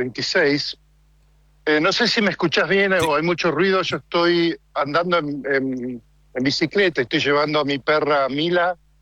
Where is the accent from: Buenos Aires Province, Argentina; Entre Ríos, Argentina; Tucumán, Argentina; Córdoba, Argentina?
Buenos Aires Province, Argentina; El Talar; moved away as an adult; now in Italy